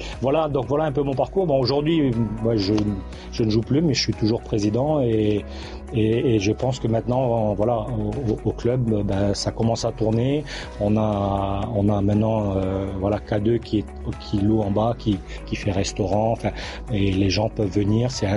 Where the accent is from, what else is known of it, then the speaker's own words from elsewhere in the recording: Vanuatu; born there; Je suis né au Vanuatu. Mon parcours, j'aime bien dire que je suis un produit de la colonisation parce que j'ai une maman vietnamienne. Mes grands-parents sont arrivés comme travailleurs vietnamiens